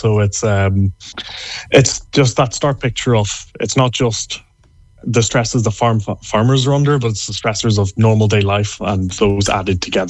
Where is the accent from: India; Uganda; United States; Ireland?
Ireland; especially as Irish people